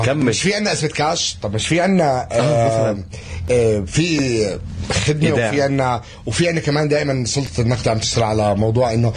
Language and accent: Arabic; Palestine; بفتخر أكيد بفلسطينيتي لما أنا أروح، أنا فلسطيني بمثل بلدي